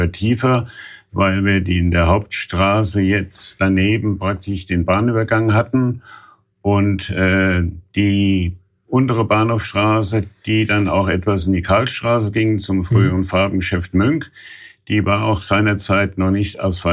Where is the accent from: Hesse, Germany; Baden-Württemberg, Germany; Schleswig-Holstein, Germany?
Hesse, Germany; Raunheim; Alt-Raunheimer, ich bin in Raunheim nicht nur aufgewachsen. Ja. Das heißt, wie viele dann in Russelsheim geboren, sondern ich bin auch in den Nachkriegsjahren 1947, genau am 2. Januar 1947 in Raunheim